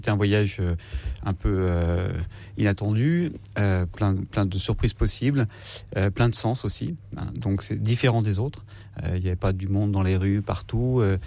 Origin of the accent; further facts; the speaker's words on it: Algeria; C'est un mot qui n'a pas le même sens ici et là-bas, ou là-bas, ou ici chez nous en Algérie et en Europe et en France.